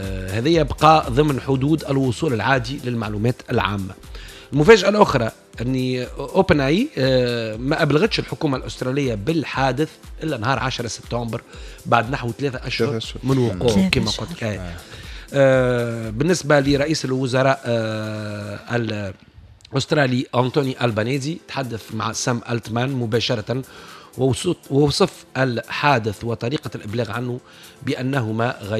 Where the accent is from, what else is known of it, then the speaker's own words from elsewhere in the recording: Tunisia; عندنا في تونس